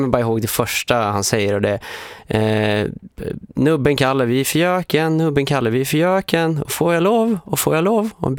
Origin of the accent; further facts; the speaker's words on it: Luleå, Norrbotten County, Sweden; born there; som jag lärde mig när jag var tonåring i Luleå.